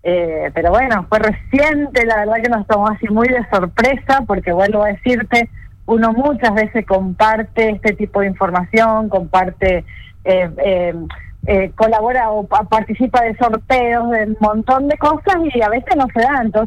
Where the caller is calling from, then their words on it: San Bernardo, Chaco, Argentina; Yo soy de San Bernardo, bien en el sudoeste, la provincia, bien en el sudoeste. Estoy como para que la gente que por ahí no conoce se ubique a 35 kilómetros de la ciudad de Villa Ángela.